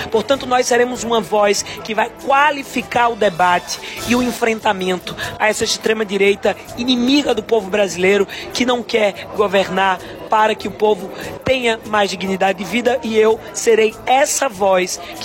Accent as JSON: {"language": "Portuguese", "town": "Caruaru", "region": "Pernambuco", "country": "Brazil", "tie": "born or raised there", "said": "nascida e criada no Agreste Pernambucano, em Caruaru, entre o campo e a cidade"}